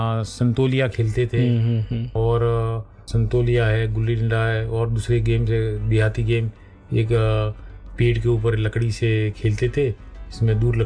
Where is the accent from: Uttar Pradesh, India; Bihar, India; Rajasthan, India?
Rajasthan, India; also born or lived in Abu Road; जब हमने शिक्षा प्राप्त की 10वीं तक गांव में रह के आबरू रुज आ गए, तो उस समय हमारे गांव में बिजली वगैरह की व्यवस्था नहीं थी